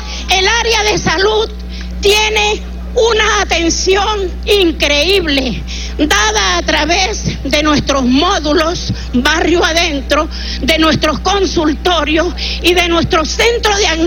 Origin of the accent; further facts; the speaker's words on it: Venezuela; con todo el respeto y la dignidad que nos caracteriza como venezolanos